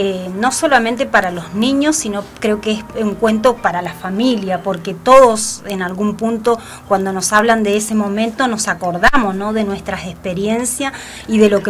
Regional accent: Corrientes, Argentina; moved away; yo vengo de la provincia de Corrientes

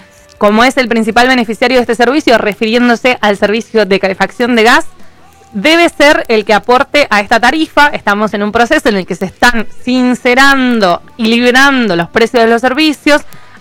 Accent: Argentina; nos unimos como vecinos y como argentinos

